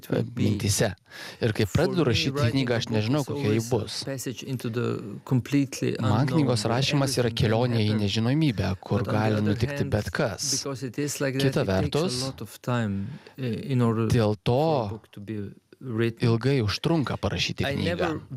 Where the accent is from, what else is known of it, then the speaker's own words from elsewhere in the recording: Slovenia; Aš esu iš Slovenijos